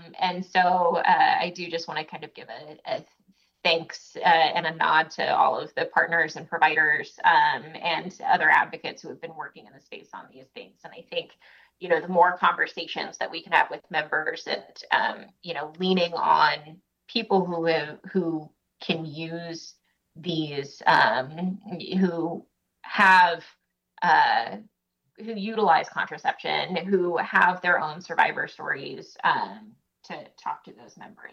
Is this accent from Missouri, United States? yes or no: yes; Missouri, United States; born there; also born or lived in Washington, District of Columbia, United States; It was time after 5 years for me to come back home and hopefully make change in my home state